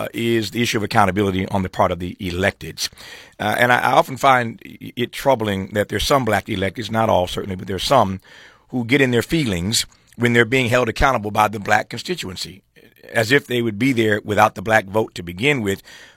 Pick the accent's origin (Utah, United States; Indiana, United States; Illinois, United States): Indiana, United States; I grew up in Indiana, spent a lot of time in Wisconsin